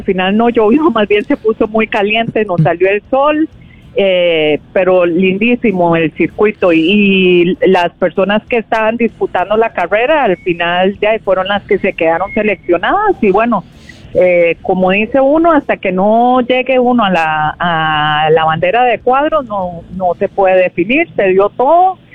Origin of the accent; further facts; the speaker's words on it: Escazú, San José, Costa Rica; Yo que soy de Escazú